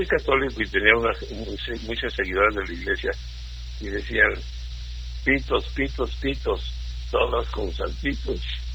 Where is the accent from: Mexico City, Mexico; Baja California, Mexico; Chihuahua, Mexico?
Chihuahua, Mexico; Santa Bárbara; born there; also born or lived in Comarca Lagunera; Debo recordarles que no es mi tierra, la Comarca Lagunera. Viví mucho tiempo allá. Mi cuna es Santa Bárbara, Chihuahua.